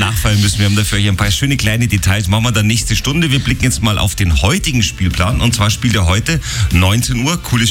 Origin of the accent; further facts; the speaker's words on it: Germany; ich bin ja Deutscher, darum darf ich das ja sagen